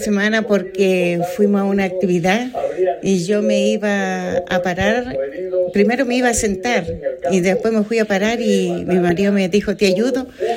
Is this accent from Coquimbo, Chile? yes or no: yes; Combarbalá, Coquimbo, Chile; Yo soy de acá de Combarbalá.